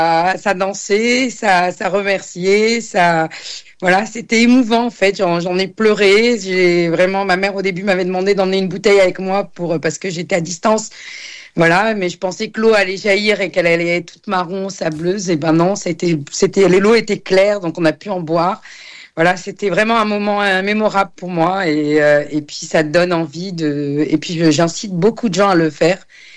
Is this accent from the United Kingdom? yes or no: no; Djerba, Medenine, Tunisia; moi, je suis originaire de la Tunisie et d'une petite île qui s'appelle Djerba.